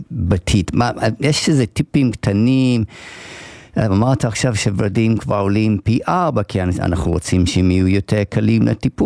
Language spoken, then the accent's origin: Hebrew; England, United Kingdom; now in Israel; גדלתי באנגליה